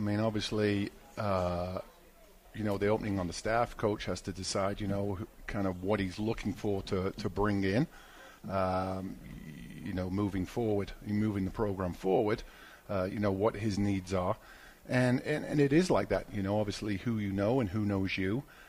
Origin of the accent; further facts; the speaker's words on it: Southport, North West England, United Kingdom; now in Colorado, United States; So I'm from England. I'm from a town called Southport. It's in the northwest, right on the coast, and my reference point is Liverpool